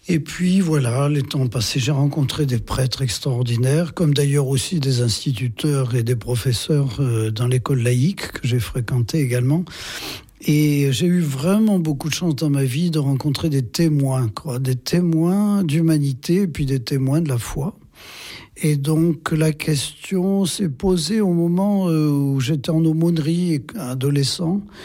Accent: Limoges, Nouvelle-Aquitaine, France; moved away; Oui, je suis originaire du Limousin, de Limoges même, oui.

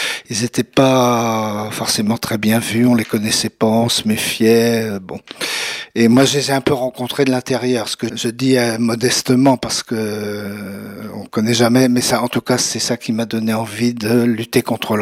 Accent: Pays de la Loire, France; moved away; Je venais d'un milieu rural de Loire-Atlantique, du nord du département.

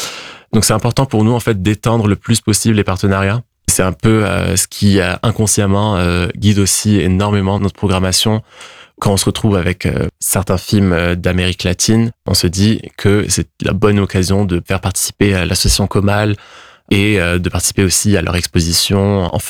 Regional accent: Morocco; Je viens de ce même milieu-là, j'ai grandi au Maroc

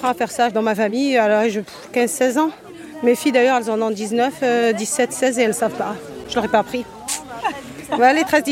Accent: Carpentras, Provence-Alpes-Côte d'Azur, France; born there; moi je viens de Carpentras.

